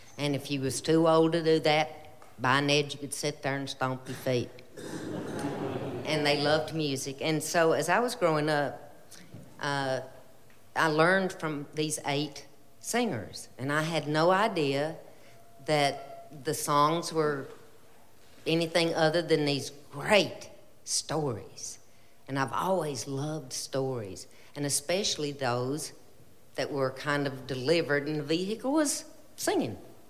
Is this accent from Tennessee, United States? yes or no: yes; Greeneville, Tennessee, United States; born there; I was born in Greenville, Tennessee at the Tacoma Medical Center